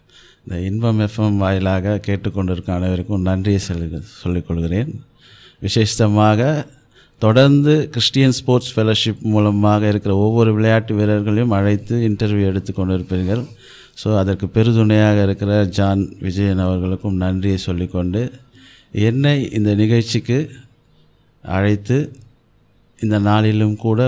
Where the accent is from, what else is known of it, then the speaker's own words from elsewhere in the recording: Chennai, Tamil Nadu, India; நம்ம லோக்கல் மெட்ராஸ் தமிழில் சொல்லணுன்னா ஸ்லம்னு சொல்லிட்டு சொல்லுவாங்க. ஸோ அந்த மாதிரி ஒரு பகுதியிலே தான் நாங்கள் வந்து பிறந்து வளர்ந்தோம்.